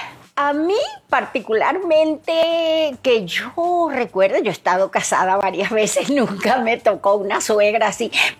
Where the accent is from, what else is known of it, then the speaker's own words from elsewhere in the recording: Venezuela; Y que terminó en mi país. Terminó en Venezuela, no sé por qué motivo.